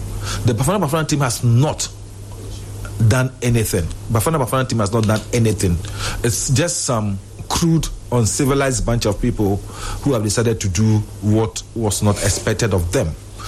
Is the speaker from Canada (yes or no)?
no; Ghana; I'm a Ghanaian.